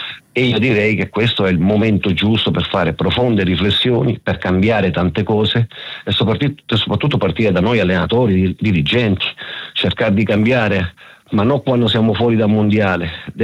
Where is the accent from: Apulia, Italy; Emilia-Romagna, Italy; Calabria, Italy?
Apulia, Italy; Taranto; la mia città natale Taranto